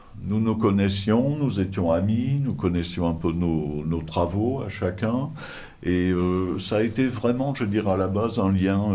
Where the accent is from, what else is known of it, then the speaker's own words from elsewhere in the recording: Clermont-l'Hérault, Occitanie, France; je suis de Clermont, mais je ne pratique pas à Clermont.